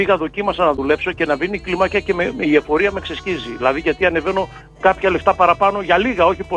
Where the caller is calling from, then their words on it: Thessaloniki, Central Macedonia, Greece; Είμαι συνταξιούχος και είμαι από Θεσσαλονίκη, πρώην στρατιωτικός